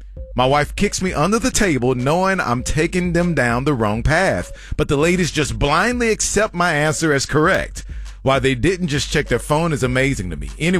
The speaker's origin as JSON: {"language": "English", "region": "Louisiana", "country": "United States", "said": "I'm from Louisiana, and I challenge anyone to a boat launching contest"}